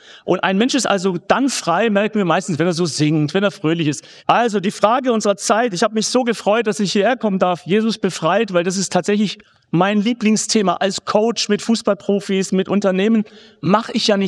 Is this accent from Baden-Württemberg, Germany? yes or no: yes; Baden-Württemberg, Germany; Schwaben hier vielleicht zufällig? Ich bin selber Schwabe.